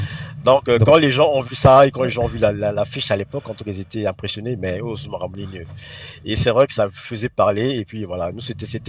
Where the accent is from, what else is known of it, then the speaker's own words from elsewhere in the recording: DR Congo; on vit ici, on acquiert certaines habitudes, certaines mentalités, mais n'empêche que nous venons du Congo. Nous avons nos racines